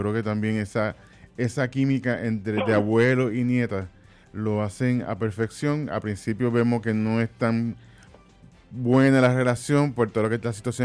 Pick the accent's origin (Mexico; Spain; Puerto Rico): Puerto Rico; yo creo que algo que debo como puertorriqueño conversarlo